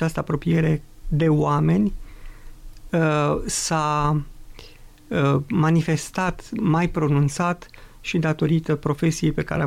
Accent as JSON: {"language": "Romanian", "town": "Câmpina", "region": "Prahova", "country": "Romania", "tie": "born there", "said": "în urmă cu 44 de ani m-am născut pe Meleaguri Muntenești, în județul Prahova, în orașul, municipiul Câmpina. Provin dintr-o familie, o familie de oameni credincioși, oameni practicanți ai Sfintei Biserici"}